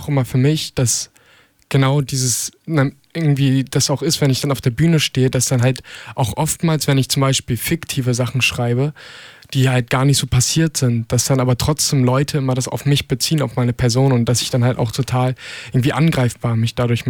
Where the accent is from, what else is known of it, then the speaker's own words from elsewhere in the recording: Lübeck, Schleswig-Holstein, Germany; bin 20 Jahre alt, werde jetzt in 9 Tagen 21 und komme eigentlich aus Lübeck und pende jetzt aber ganz viel zwischen Hamburg und Lübeck